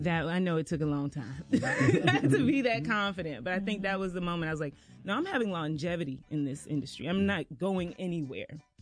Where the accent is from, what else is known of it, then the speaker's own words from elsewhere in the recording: South Carolina, United States; I'm from South Carolina, small town, grew up in the church, low to mid class family.